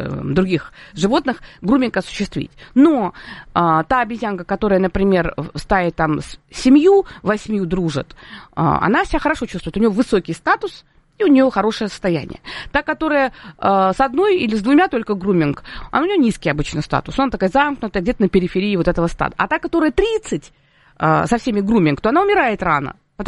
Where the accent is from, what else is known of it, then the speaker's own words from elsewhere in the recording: Moscow, Russia; born there; И с того момента, когда я пережила эти три дня, и когда мы попали в Москву, хотя я родилась в Москве, мы уезжали потом